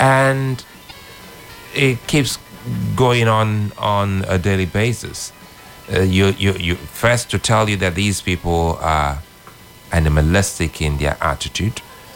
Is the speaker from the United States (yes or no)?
no; Nigeria